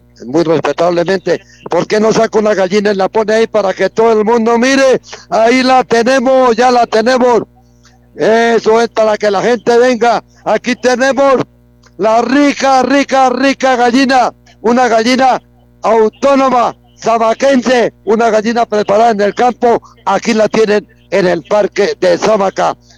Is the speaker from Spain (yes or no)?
no; Samacá, Boyacá, Colombia; como hijo de Samacá